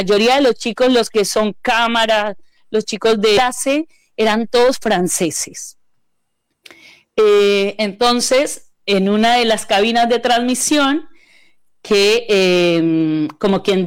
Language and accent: Spanish; Colombia; yo soy colombiana